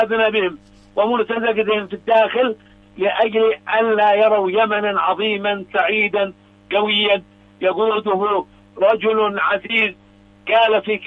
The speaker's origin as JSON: {"language": "Arabic", "country": "Yemen", "said": "ونحن كشعب يمني"}